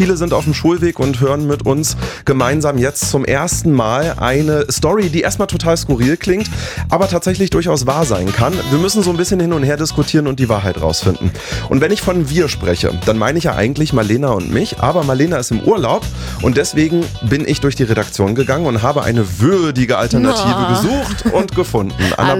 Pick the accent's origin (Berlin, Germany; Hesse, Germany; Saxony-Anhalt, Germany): Saxony-Anhalt, Germany; ich komme ja aus Sachsen-Anhalt.